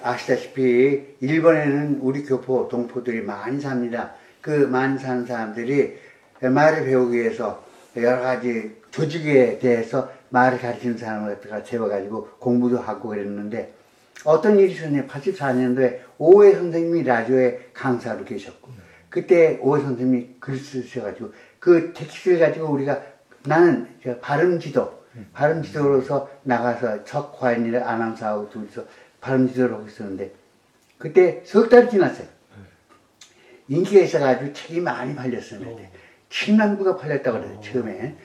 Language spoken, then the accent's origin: Korean; Seoul, South Korea; born there; 그냥 내가 하는, 나 서울 태생인데, 네.